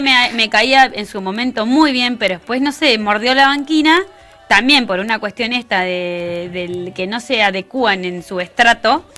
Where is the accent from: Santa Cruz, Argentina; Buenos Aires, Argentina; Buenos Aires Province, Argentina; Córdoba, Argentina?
Santa Cruz, Argentina; Perito Moreno; Yo que vine de Belgrano 1347 de Perito. Yo llevé la bandera de Perito Moreno a lo más alto.